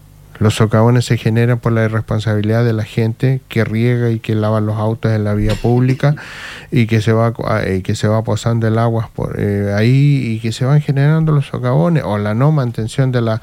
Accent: Chile; yo soy chileno

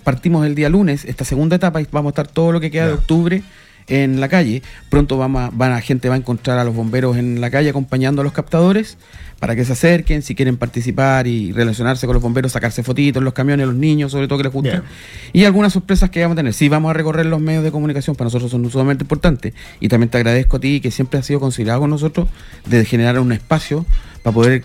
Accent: Iquique, Tarapacá, Chile; Somos iquiqueños, tenemos un amor profundo por nuestra tierra, por nuestra cultura y por nuestro país, por nuestra patria.

